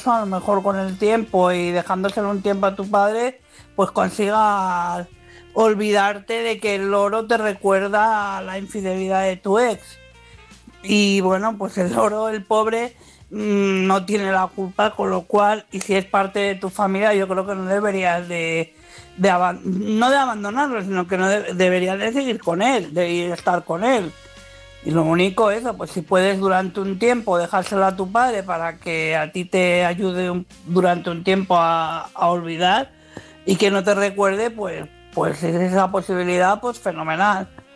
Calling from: Madrid, Community of Madrid, Spain; de Madrid.

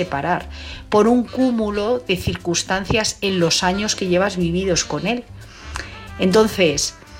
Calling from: Madrid, Community of Madrid, Spain; Hola, buenas noches.

